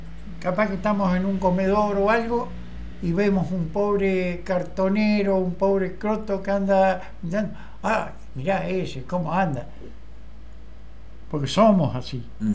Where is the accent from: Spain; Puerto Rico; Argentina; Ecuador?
Argentina; ¿Cómo nos criamos en el fútbol en Argentina?